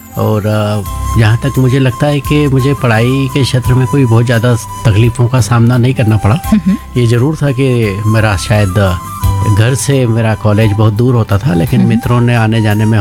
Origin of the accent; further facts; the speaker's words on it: Ujjain, Madhya Pradesh, India; now in Udaipur, India; और मैं मूलतः उज्जैन शहर का रहने वाला हूँ।